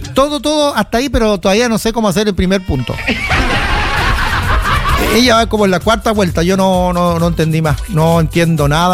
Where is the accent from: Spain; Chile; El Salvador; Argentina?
Chile; San Rosendo, Biobío; Yo vengo de San Rosendo.